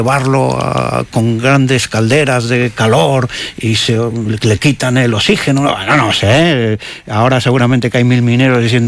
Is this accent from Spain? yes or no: yes; Guardo, Castile and León, Spain; como yo soy de Guardo, conocía la antracita, porque mi padre trabajó en antracitas de Velilla